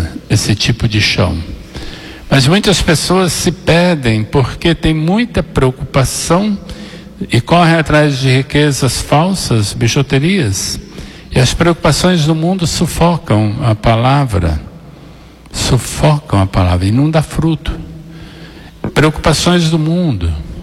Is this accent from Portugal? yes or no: no; Minas Gerais, Brazil; como mineiro que somos